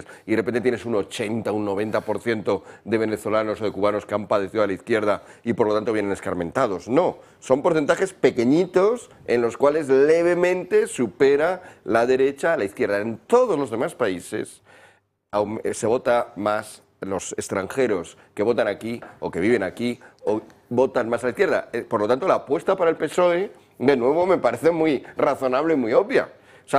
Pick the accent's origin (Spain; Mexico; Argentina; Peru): Spain; los que somos originarios de España estamos más vinculados con España